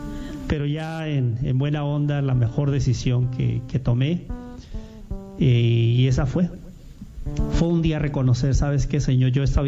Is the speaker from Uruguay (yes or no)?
no; Tijuana, Baja California, Mexico; soy de Tijuana.